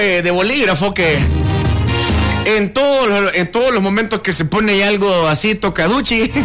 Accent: El Salvador; Así somos todos los salvadoreños. Emprendedores y trabajadores.

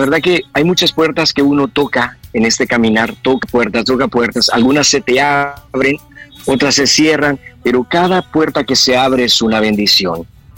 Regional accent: El Salvador; moved away; por sentirme orgulloso de ser salvadoreño y estar representando a El Salvador fuera de las fronteras de El Salvador

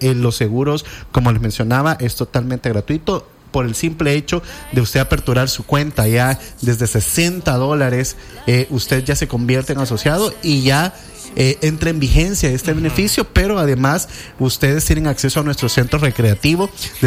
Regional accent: El Salvador; como buenos salvadoreños que somos

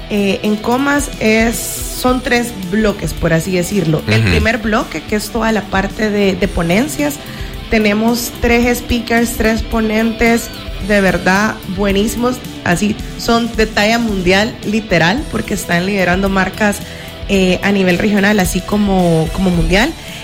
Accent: El Salvador

